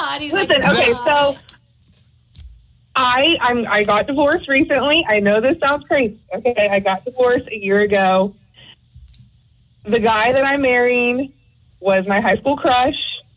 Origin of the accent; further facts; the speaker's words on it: Ohio, United States; Listen, I am from Ohio.